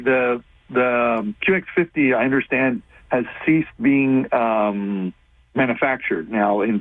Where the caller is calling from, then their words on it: Alliston, Ontario, Canada; I live in Alliston, Ontario.